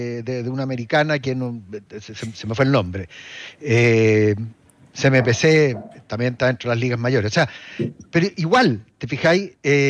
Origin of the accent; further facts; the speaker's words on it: Chile; nosotros los chilenos, que somos los dueños